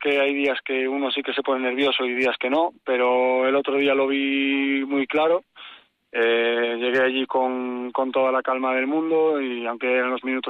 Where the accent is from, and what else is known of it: Santiago de Compostela, Galicia, Spain; moved away